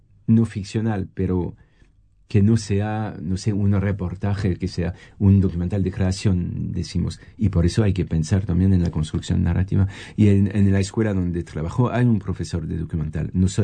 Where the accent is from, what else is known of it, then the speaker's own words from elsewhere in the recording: France; accent: French; Spanish is a second language; Sí, guardando mi acento francés.